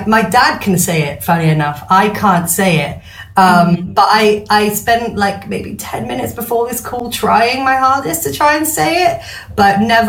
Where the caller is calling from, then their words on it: Wales, United Kingdom; I'm Welsh, I should be able to at least get somewhere close. I can ask to go to the toilet in Welsh and that's about it, really.